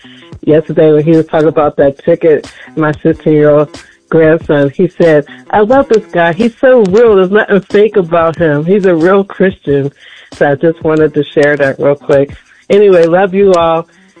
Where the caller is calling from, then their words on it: New York, United States; I'm calling from New York.